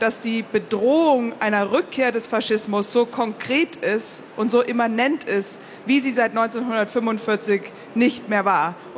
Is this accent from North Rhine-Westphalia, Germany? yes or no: no; Nuremberg, Bavaria, Germany; Ich bin in Nürnberg aufgewachsen und für mich war es eigentlich klar als Kind und als Jugendliche, dass antifaschistisch zu sein meine erste Bürgerpflicht war